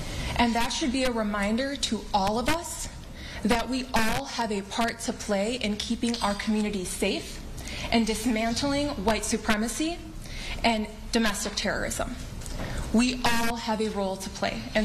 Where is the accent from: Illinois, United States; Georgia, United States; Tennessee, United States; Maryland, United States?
Illinois, United States; Palatine; But I'm originally from Palatine. That is where I was born and raised